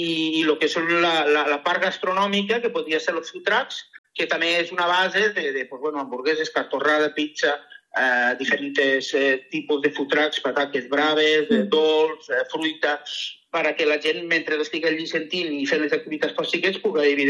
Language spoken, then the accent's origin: Catalan; Rosell, Valencian Community, Spain; vam considerar que Rosell era un bon lloc, perquè nosaltres som de Rosell, per fer una miqueta de territori i de pertenència